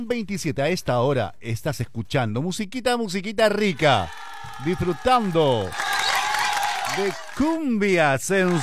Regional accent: Peru; Y nosotros, como peruanos, tenemos simplemente que tirar de un solo lado.

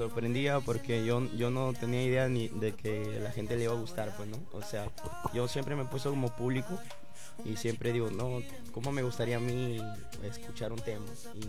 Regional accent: Piura, Peru; Yo soy piurano

